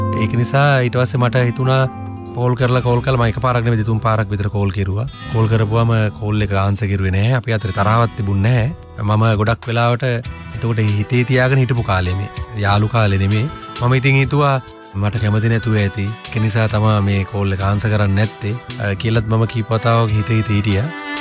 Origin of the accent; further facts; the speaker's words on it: Negombo, Western Province, Sri Lanka; මගේ ගම මීගමුවේ. මම ඉස්කෝලේ ගියේ පුරණ සාන්තානා මහාවිද්‍යාලයට.